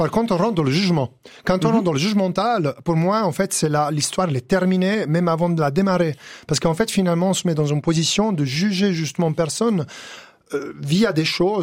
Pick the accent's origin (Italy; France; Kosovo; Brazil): Italy; accent: Italian; moved away; mon accent italien.